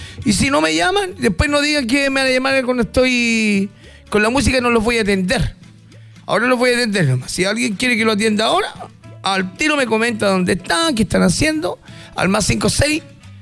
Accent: Chile; somos así los chilenos.

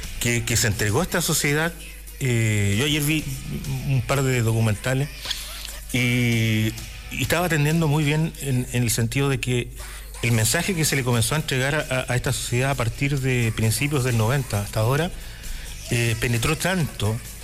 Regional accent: Chile; por ser como somos, como chilenos

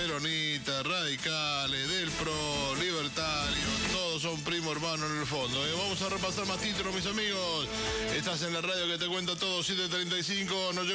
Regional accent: Mendoza, Argentina; somos mendocinos

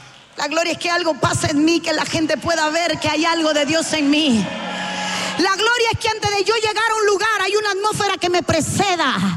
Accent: Cuba; accent: Cuban; se me zafó el cubano

